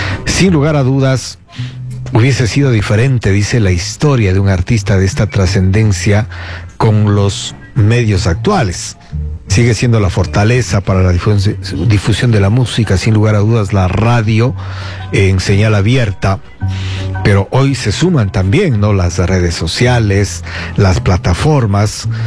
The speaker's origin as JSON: {"language": "Spanish", "country": "Ecuador", "said": "nosotros nos enorgullecemos como ecuatorianos"}